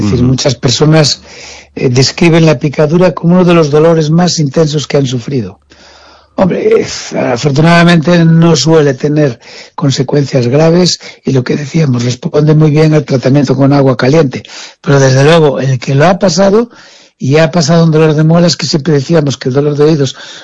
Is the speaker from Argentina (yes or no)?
no; Galicia, Spain; que en Galicia tenemos algunas de las playas más bonitas